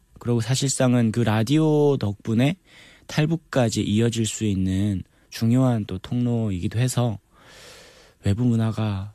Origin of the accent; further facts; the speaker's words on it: Chongjin, North Hamgyong, North Korea; now in Seoul, South Korea; 저는 함경북도 청진에서 태어나서 살다가 2009년부터 대한민국 서울에 살고 있는